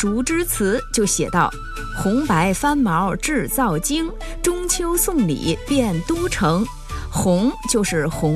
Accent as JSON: {"language": "Chinese", "region": "Tianjin", "country": "China", "said": "都是咱们天津人喜欢的传统口味"}